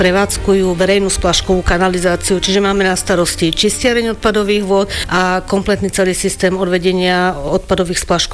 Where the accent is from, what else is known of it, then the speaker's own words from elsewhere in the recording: Malacky, Bratislava Region, Slovakia; Nie, ja som rodená Malačanka